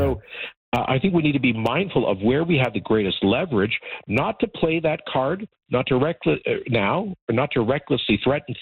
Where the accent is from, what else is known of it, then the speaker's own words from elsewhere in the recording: Canada; now in Alberta, Canada; A great number of us, Canadians who are Albertans by choice, who were born elsewhere in Canada and chose Alberta as a place of opportunity.